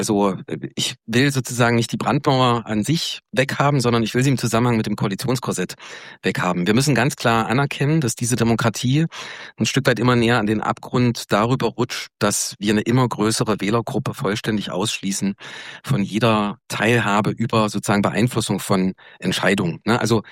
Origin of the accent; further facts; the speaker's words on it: Germany; wir als Deutsche